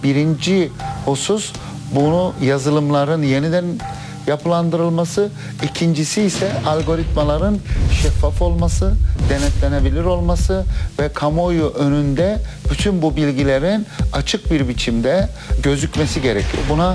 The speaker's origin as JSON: {"language": "Turkish", "region": "Hatay", "country": "Turkey", "said": "Bakın ben Hataylıyım."}